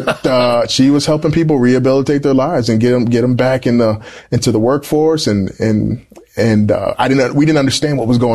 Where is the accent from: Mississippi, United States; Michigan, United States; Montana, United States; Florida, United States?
Florida, United States; Tampa; Born and raised in Tampa, Florida.